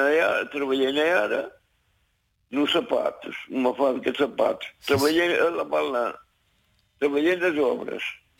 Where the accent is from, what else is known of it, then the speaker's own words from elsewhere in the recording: Portugal; Na minha terra, em Azer de Óbola.